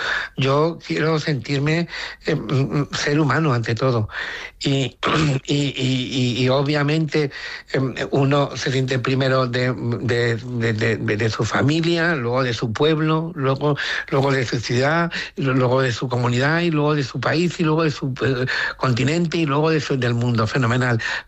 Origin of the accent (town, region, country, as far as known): Spain